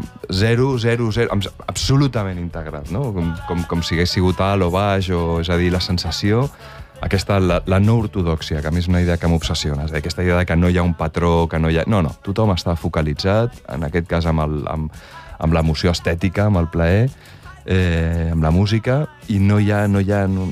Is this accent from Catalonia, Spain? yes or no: yes; Barcelona, Catalonia, Spain; com a barceloní